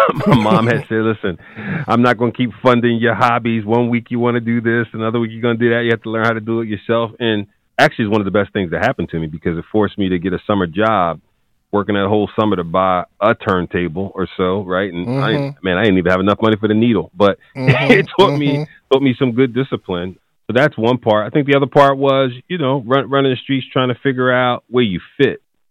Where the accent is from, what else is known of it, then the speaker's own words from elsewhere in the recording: Philadelphia, Pennsylvania, United States; Well, you know, North Philly was tough back then. Eighth and Butler was considered at that time, man, the drug capital of the world, at least the United States.